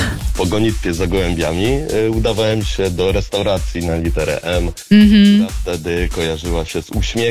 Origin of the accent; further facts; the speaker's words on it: Kraków, Lesser Poland, Poland; born there